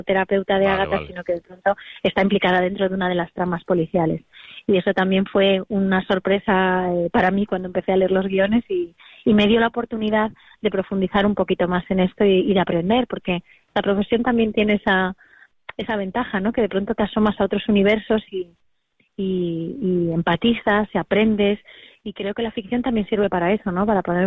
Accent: Vigo, Galicia, Spain; moved away as an adult; now in Madrid, Spain; estar afincada en Madrid desde hace muchos años y poder venir a Vigo y rodar en mi tierra y con mi gente y que se vea mi ciudad.

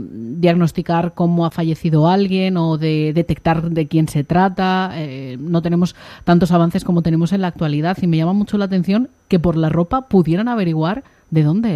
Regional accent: Crevillent, Valencian Community, Spain; a mí personalmente me llamó la atención porque soy de Crevillente

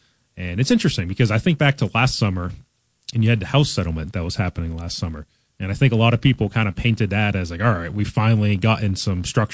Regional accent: Buffalo, New York, United States; And I came from Buffalo down here.

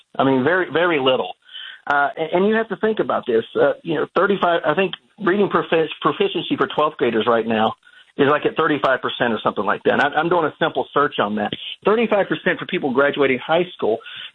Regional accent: Tennessee, United States; I'm from Tennessee, so in Nashville came up with.

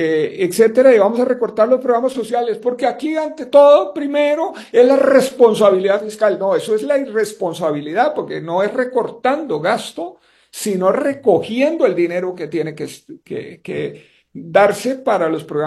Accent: Costa Rica; yo me siento costarricense

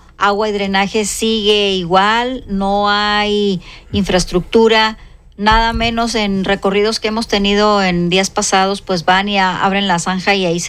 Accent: Monterrey, Nuevo León, Mexico; principalmente los regiomontanos, los que sí somos de Monterrey, invitados

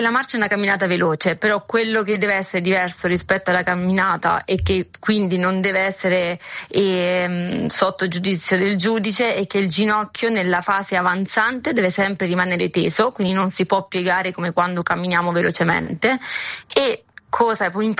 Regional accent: Mottola, Apulia, Italy; moved away as an adult; now in Ostia, Italy; le origini e l'essere pugliese

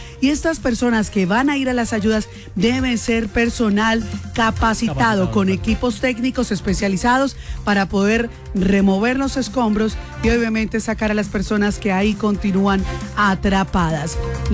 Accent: Colombia; Colombia se levanta junta porque sabe cargar el dolor ajeno, porque así somos los colombianos.

